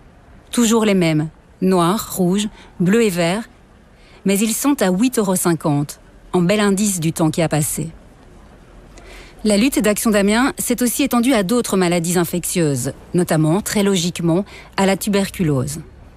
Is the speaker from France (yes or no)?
no; Belgium